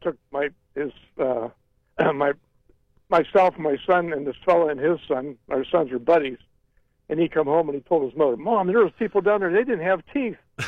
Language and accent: English; Youngstown, Ohio, United States; Born and raised in Youngstown, Ohio.